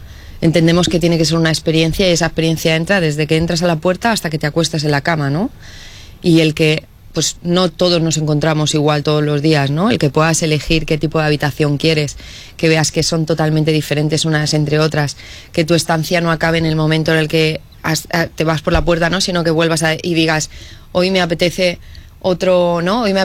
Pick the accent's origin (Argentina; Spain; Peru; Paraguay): Spain; Elche, Valencian Community; Yo soy una enamorada de Elche, lo abandero siempre donde voy, y siempre lo digo, nosotros no tenemos nada que inventar, Elche tiene todo.